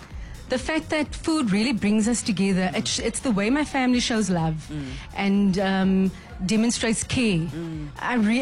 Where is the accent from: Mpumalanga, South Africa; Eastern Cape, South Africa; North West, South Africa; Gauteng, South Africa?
Eastern Cape, South Africa; Port Elizabeth; moved away; we're from the Eastern Cape originally, from Port Elizabeth.